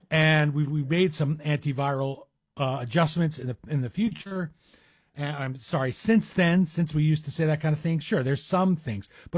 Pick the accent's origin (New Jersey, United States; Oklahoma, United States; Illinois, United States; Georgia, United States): New Jersey, United States; Bergenfield; also born or lived in Crestville; My hometown of Crestville, New Jersey, the second town I lived in. I grew up in Bergenfield first